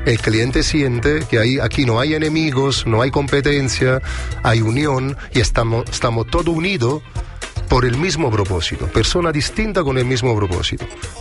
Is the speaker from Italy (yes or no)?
yes; Naples, Campania, Italy; Spanish is a second language; now in Chile; vengo de Nápoles y ahí somos un poco trogloditas respecto a la tecnología. Aprendí en Chile la importancia de la red social. Aquí entendí cuánto importante es, cuánto yo me tengo que poner a ritmo con la época. Tengo 48 años